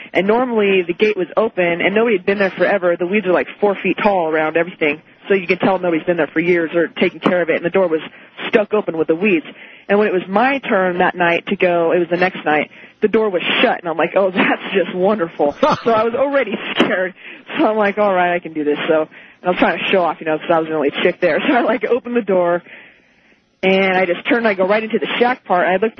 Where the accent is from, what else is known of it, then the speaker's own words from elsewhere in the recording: Susanville, California, United States; I'm from Susanville. You don't know where that is. It's by Reno.